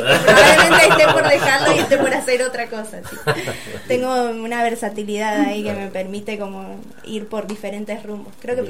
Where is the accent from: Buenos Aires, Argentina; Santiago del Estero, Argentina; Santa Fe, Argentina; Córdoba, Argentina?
Buenos Aires, Argentina; now in Mendoza, Argentina; yo soy otra madre. Otra madre porteña también